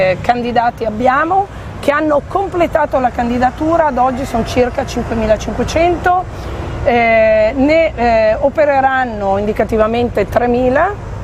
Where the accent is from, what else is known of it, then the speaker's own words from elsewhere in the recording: Imperia, Liguria, Italy; Io sono di Imperia.